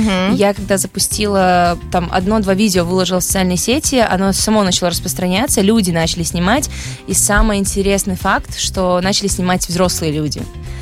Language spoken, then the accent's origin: Russian; Belarus; я из Беларуси.